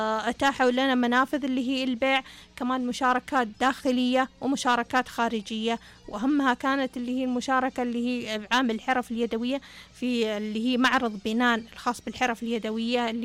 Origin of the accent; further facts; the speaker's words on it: Asir, Saudi Arabia; بما أن عندنا هنا في منطقة عسير